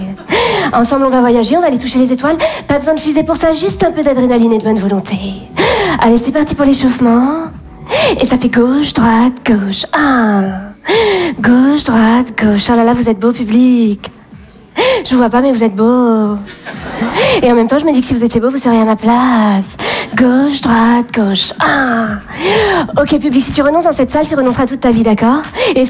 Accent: Bordeaux, Nouvelle-Aquitaine, France; je viens de Bordeaux. Et ayant grandi dans le milieu bourgeois bordelais, j'ai fait beaucoup de rallyes.

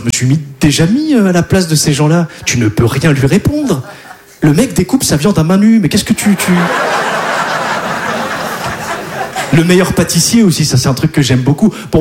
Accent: Hauts-de-France, France; mais moi je viens du Nord. Et il faut savoir qu'en France, on regarde à peu près 3 heures la télévision. Nous, dans le Nord, on en regarde à peu près 6.

